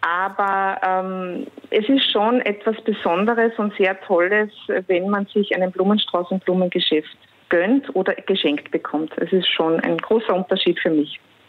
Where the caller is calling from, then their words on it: Lower Austria, Austria; Ich komme sogar auch aus dem Ostviertel, also ich bin nicht weit weg vom Herrn Käfer. Ich wohne im Wolfpassing.